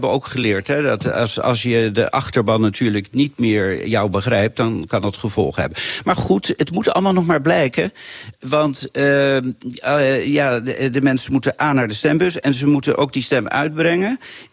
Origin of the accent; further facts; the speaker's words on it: Netherlands; Ja, ik als Nederlander denk altijd, nou ja, $4.10 voor een Kellen, nou dat is dan zeg maar omgerekend €1.